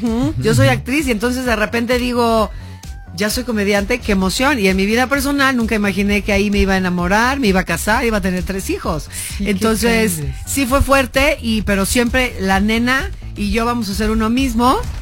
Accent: Mexico; Y así somos los mexicanos

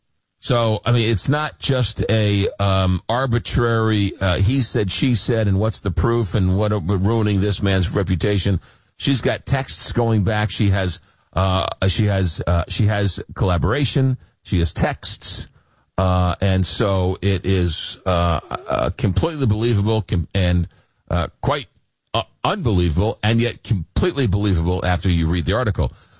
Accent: Long Island, New York, United States; But over the weekend, growing up in Long Island, New York, as kids, we would always go to the Hamptons.

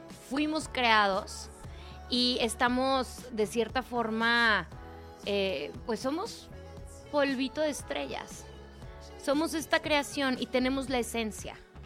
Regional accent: Mexico; Y qué afortunados somos nosotros los mexicanos de poder tener pues esta fe y tan arraigada.

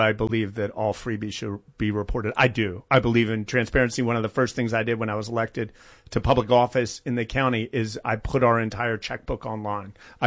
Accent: Delaware, United States; I hope as a Delawarean

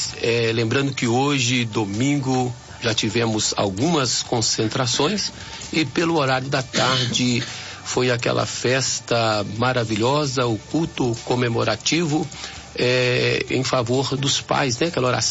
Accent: Governador Valadares, Minas Gerais, Brazil; Eu sou o seu irmão em Cristo … Eu sou mineiro de Governador Valadares. Governador Valadares está localizada no leste de Minas, uma cidade linda, maravilhosa

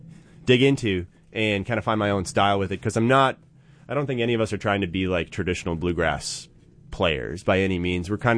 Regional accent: New Glarus, Wisconsin, United States; I grew up in New Glarus.

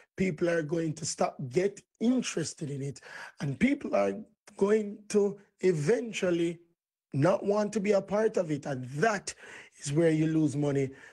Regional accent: Jamaica; from Jamaica.

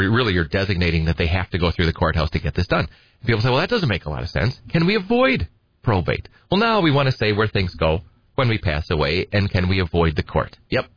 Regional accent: Edgar, United States; You know, I grew up, I'm from Edgar.

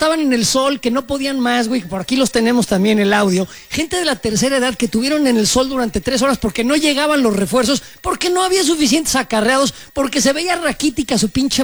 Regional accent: Mexico; a mí como mexicano me irrita muchísimo.

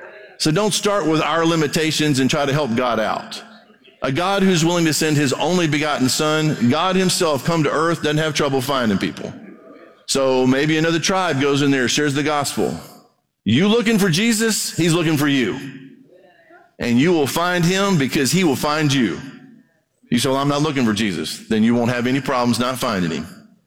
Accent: Brazil; I grew up in Brazil, mission field.

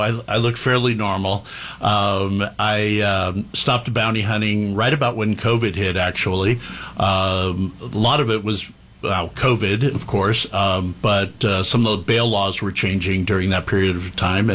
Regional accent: Chatsworth, California, United States; I grew up in the San Fernando Valley, born and raised.

